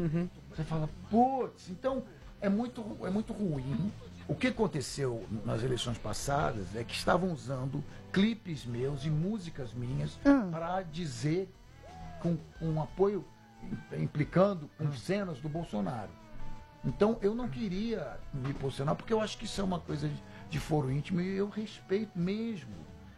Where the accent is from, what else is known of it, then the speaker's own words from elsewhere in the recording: Rio de Janeiro, Brazil; Eu sou carioca, eu sou carioca.